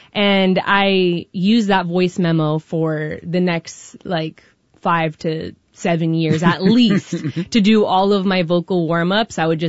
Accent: Redwood City, California, United States; also born or lived in Mexico / San Francisco; I was born in Mexico, to a third generation San Franciscan mother. Mm-hmm. And then I was raised mostly in Redwood City.

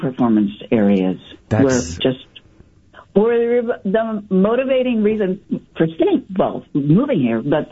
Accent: New Mexico, United States; The Bay just was the place for all of us to be. And I came from New Mexico.

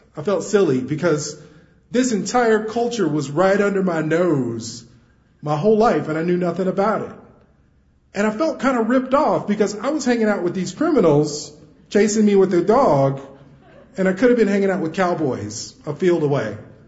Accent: Kansas City, Kansas, United States; I said, I'm from Kansas City, Kansas. Where about? He said, oh, I live just off of 58th in Georgia. I grew up off of 57th in Georgia.

